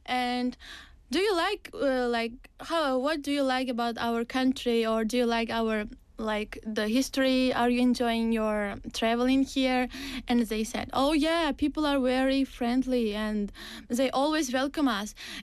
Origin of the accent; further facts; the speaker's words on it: Navoi, Navoiy Region, Uzbekistan; English is a second language; I'm from Uzbekistan, Navoi.